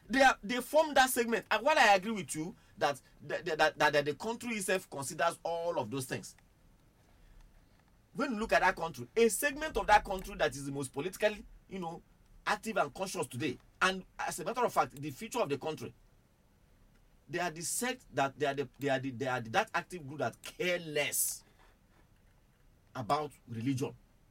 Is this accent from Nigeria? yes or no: yes; Nigeria; Today, I'm aware, I'm a Nigerian, so I cannot tell you, I can't shy away from it